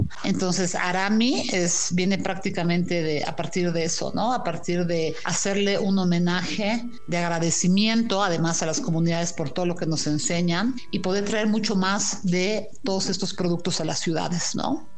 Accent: Andean highlands, Bolivia; yo soy andina también, de la parte de las alturas

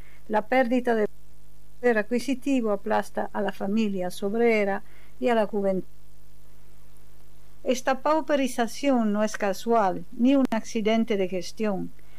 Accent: Italy; periodista y escritora italiana

